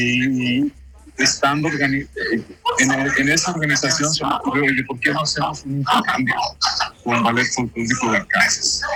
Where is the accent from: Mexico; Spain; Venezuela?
Mexico; now in Switzerland; sino qué sucede con nuestra cultura mexicana al vivir fuera de México y cómo se adapta esta cultura, vamos a decir, a este país que nos... que es nuestra casa ahora, que es Suiza.